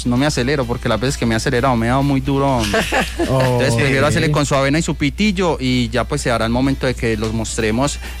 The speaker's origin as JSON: {"language": "Spanish", "region": "Antioquia", "country": "Colombia", "moved": "yes", "lives_now": "Europe", "said": "yo como antioqueño, que soy más regionalista que la arepa"}